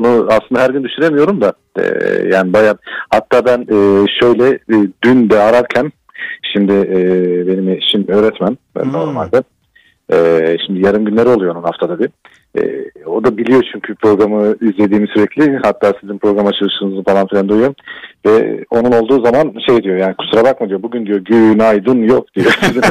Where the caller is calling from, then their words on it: Antalya, Turkey; ben Antalya'dan.